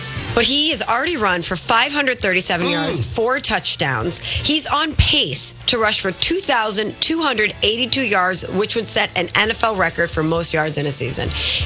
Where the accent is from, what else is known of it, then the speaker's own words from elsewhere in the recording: Chicago, Illinois, United States; I'm from the Loop, and I'm proud. Always from the Loop, and always proud.